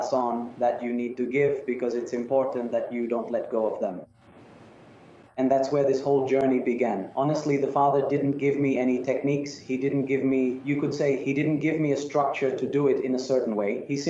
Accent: Colombia; I'm from Colombia. I work in a very beautiful diocese called the Diocese of Uga, known for a sanctuary called the Lord of Miracles.

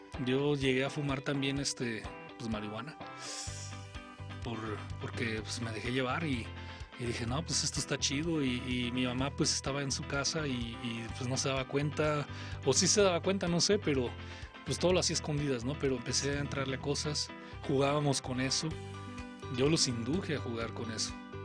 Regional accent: Michoacán, Mexico; en Michoacán. Ya había chavos tatuados

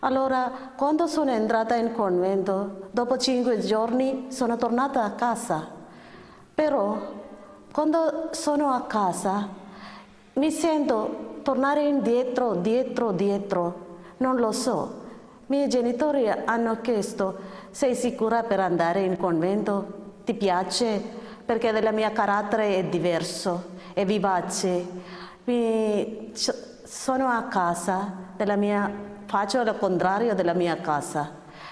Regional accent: Kerala, India; born there; Italian is a second language; moved away as an adult; ho vissuto 7 anni di là, giù in India, perché della mia nazionalità India, sono nata in Kerala.

